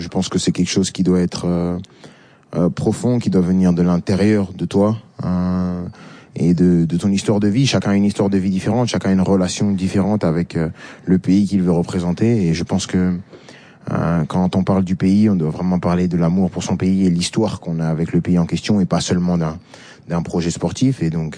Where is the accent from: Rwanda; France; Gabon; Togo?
France; Même si moi je suis né en France et j'ai tout fait en France, j'ai jamais coupé le lien avec mes racines, avec mes origines.